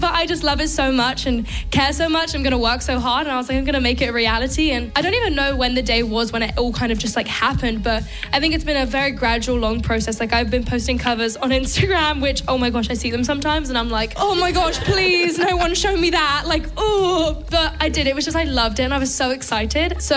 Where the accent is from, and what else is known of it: London, United Kingdom; born or raised there